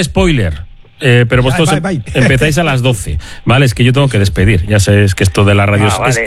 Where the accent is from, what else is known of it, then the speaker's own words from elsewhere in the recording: Bilbao, Basque Country, Spain; por algo somos de Bilbao